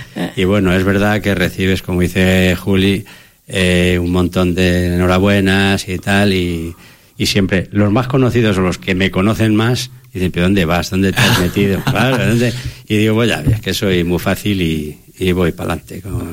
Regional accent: Medina del Campo, Castile and León, Spain; Yo soy medinense desde que nací, de pura cepa, como digo, y sanantolinero.

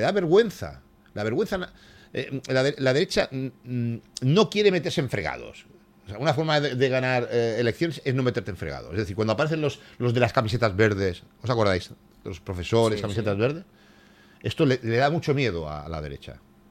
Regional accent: Mallorca, Balearic Islands, Spain; Yo mallorquines, porque yo nací aquí, soy mallorquín, y adoro esta tierra y quiero morir en esta tierra.

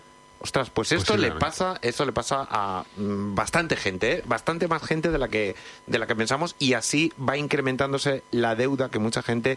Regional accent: Extremadura, Spain; moved away; Yo además que soy extremeño

